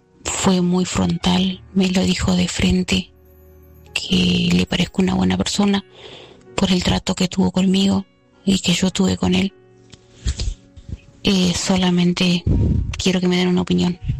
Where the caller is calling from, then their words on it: Argentina; te escucho desde Argentina.